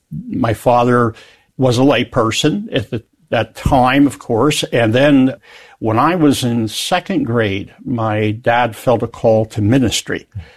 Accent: Pennsylvania, United States; also born or lived in New Jersey; We were here 5 years, you know, there 4 years. So I grew up in Pennsylvania and New Jersey.

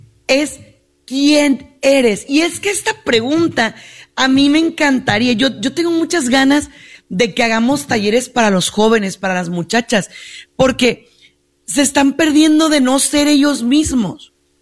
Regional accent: Mexico; de nosotros que somos mexicanos, pues somos muy vigueros, muy groseros

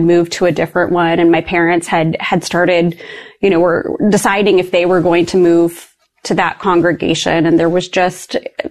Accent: Ohio, United States; So I grew up in a very rural part of Ohio. And my family, we were churchgoers. My grandfather on my dad's side was a Baptist minister who started three congregations.

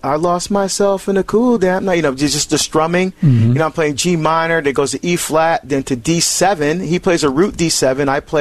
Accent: Barbados; born there; And, you know, we're from Barbados. That's where I was born.

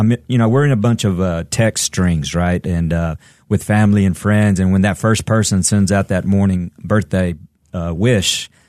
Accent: Odessa, Texas, United States; I am from Odessa, Texas, and man, it gets hot.

